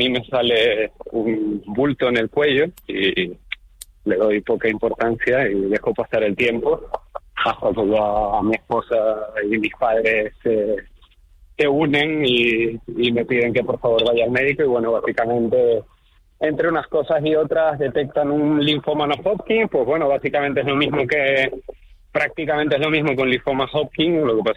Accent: Canary Islands, Spain; moved away; Yo siempre, siempre digo que intento, aunque haya salido de mi isla la llevo siempre conmigo.

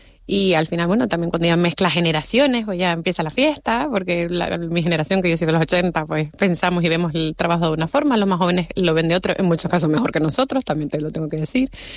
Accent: Canary Islands, Spain; yo amo mi tierra, la llevo siempre por bandera, me encanta, y me permitió conocer muy bien nuestra isla

